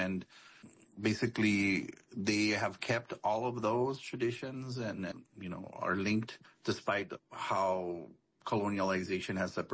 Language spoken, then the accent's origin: English; Texas, United States; also born or lived in New Mexico; I come from West Texas and Southern New Mexico, so I have traveled the border quite extensively